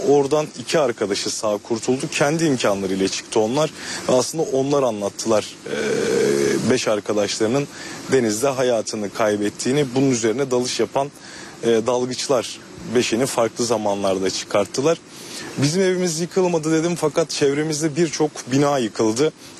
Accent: Gölcük, Kocaeli, Turkey; biz Gölcüklüler olarak deprem gerçeğini unutmuyoruz.

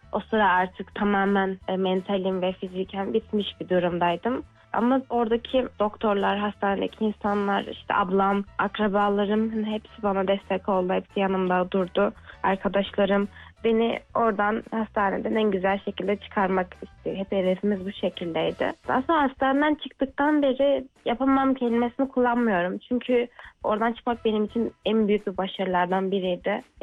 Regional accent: Adıyaman, Turkey; Adıyamanlıyım, Adıyaman'da yaşıyorum. 21 yaşındayım.

